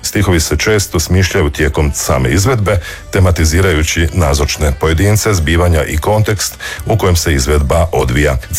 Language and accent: Croatian; Osijek, Osijek-Baranja County, Croatia; došao sam iz Osijeka, urbani sam Slavonac, nisam šokac